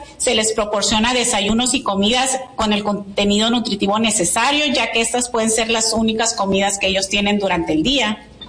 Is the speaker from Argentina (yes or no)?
no; Ciudad Morelos, Baja California, Mexico; now in Yuma, United States; Todas aquí somos 100% latinas, somos orgullosamente mexicanas. Nací y crecí muy cerca de aquí, en el Valle de Mexicali, en Ciudad Morelos, o Cuervos para mi gente.